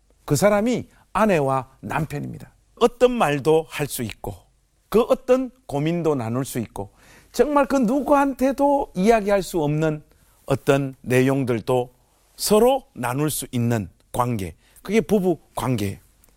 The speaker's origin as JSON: {"language": "Korean", "region": "Gyeongsang", "country": "South Korea", "said": "제가 경상도 남자잖아요."}